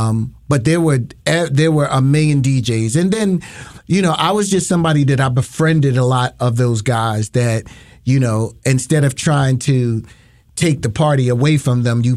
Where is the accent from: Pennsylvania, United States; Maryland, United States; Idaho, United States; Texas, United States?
Pennsylvania, United States; Philadelphia; Growing up in West Philly, we would have a lot of block parties.